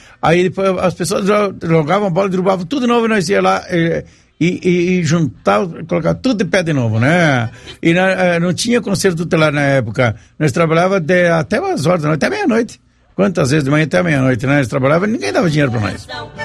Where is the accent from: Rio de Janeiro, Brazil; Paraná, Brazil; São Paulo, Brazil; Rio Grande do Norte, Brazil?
Paraná, Brazil; Bom Sucesso do Sul; Onde praticamente me criei em Bom Sucesso, né? Tenho bastante parentes em Bom Sucesso e muitos amigos lá em Bom Sucesso do Sul.